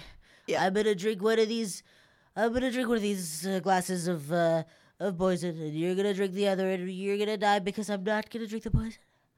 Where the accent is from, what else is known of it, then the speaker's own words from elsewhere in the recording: Canada; I'm Canadian.